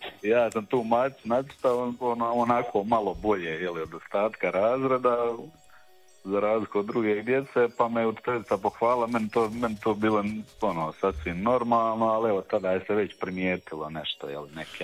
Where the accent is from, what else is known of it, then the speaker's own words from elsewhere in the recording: Mostar, Federation of Bosnia and Herzegovina, Bosnia & Herzegovina; born there; now in Široki Brijeg, Bosnia and Herzegovina; rođen sam tu u Mostaru, živim u Širokom Brijegu.